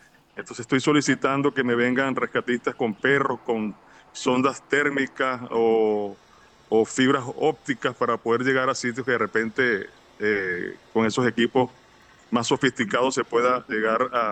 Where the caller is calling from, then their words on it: Spain; Somos españoles.